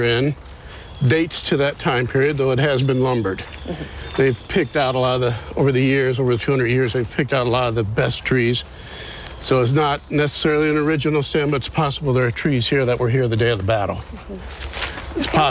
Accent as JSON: {"language": "English", "town": "Miller City", "region": "Ohio", "country": "United States", "tie": "born or raised there", "said": "I was raised on a farm about 60 miles south of here near the little town of Miller City, Ohio."}